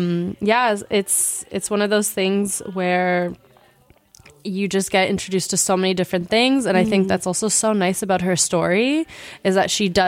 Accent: Toronto, Ontario, Canada; my hometown Toronto

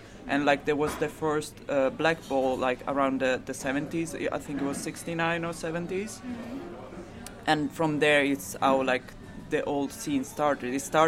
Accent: Italy; I'm from Italy, and my father's family is from Naples

